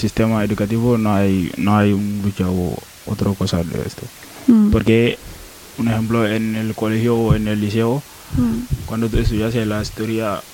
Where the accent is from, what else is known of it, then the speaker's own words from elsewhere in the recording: Senegal; Sí, yo le digo por qué no soy de Senegal. Y dice que es imposible de ser de Senegal y sin hablar el Wolof. Yo le digo, eso es falso. Porque yo vine de un pueblo que no hablo el Wolof.